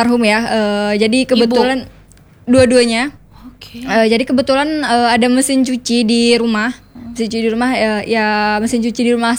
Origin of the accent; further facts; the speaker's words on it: Takengon, Aceh, Indonesia; moved away as an adult; now in Lhokseumawe, Indonesia; saya orang Takengon.